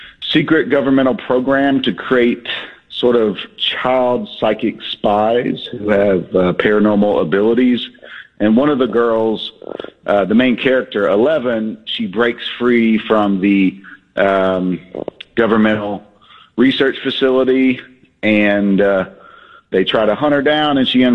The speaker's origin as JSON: {"language": "English", "region": "North Carolina", "country": "United States", "said": "I am from Western North Carolina."}